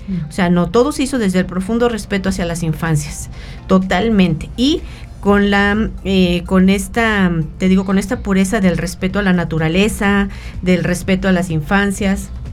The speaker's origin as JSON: {"language": "Spanish", "region": "Mexico City", "country": "Mexico", "moved": "as an adult", "lives_now": "San Luis Potosí, Mexico", "said": "Nosotros no somos de San Luis Potosí. Yo vengo de Ciudad de México"}